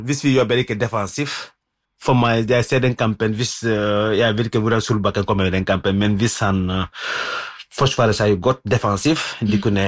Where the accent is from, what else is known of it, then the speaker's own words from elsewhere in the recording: Senegal; now in Norway; Jeg, og så, som sagt, jeg bodde her I Norge I mange år. Men jag kommer från Senegal. Det må jag inte glömma.